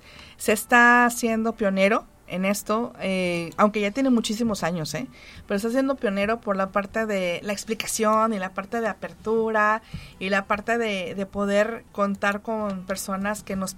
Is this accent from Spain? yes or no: no; Poza Rica, Veracruz, Mexico; born there; me establecí y eché mi raíz, porque soy de Poza Rica. Me preparé fuera, terminé preparándome aquí en Poza Rica